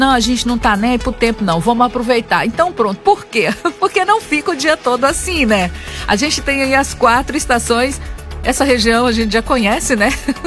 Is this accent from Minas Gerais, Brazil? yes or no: yes; Minas Gerais, Brazil; Eu sou mineira.